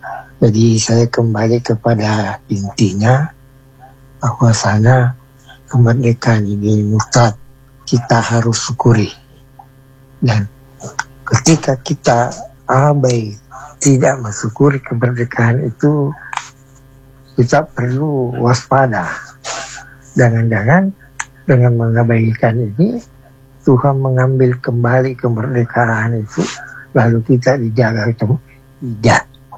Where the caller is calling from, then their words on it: Makassar, South Sulawesi, Indonesia; Kelurahan Barombong ini